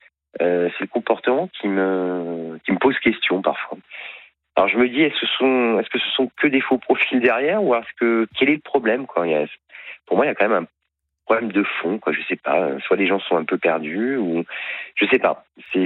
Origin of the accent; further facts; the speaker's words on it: Paris, Île-de-France, France; now in Marseille, France; moi j'habite Marseille, hein, je suis parisien, installé dans le sud-est depuis 2017